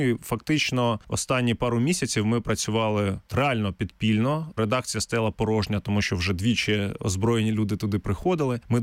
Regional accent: Luhansk, Luhansk Oblast, Ukraine; Ми з Луганська. Я сам з Луганська. Більша частина нашого колективу теж з Луганська.

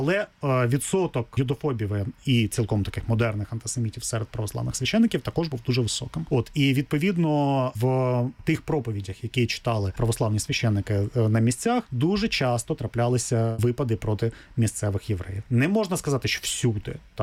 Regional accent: Kryvyi Rih, Dnipropetrovsk Oblast, Ukraine; я сам з Кривого Рогу, так, і містечко Кривий Ріг на той час ще не місто, в ньому був досить великим, не більшість населення, але досить великий відсоток євреїв.

